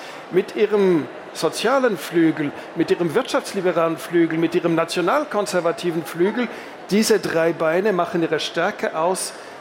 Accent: Switzerland; Und deshalb wende ich mich auch als engagierter Beobachter, bin ja Schweizer und Nicht-Christdemokrat, gegen die Untergangsstimmung, die derzeit in der Bundesrepublik da und dort überwiegt.

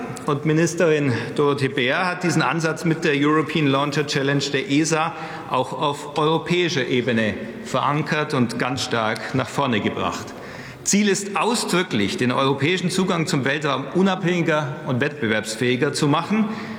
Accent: Augsburg, Bavaria, Germany; Deshalb richtet sich unser Blick und mein Blick auch in meine Heimat nach Augsburg.

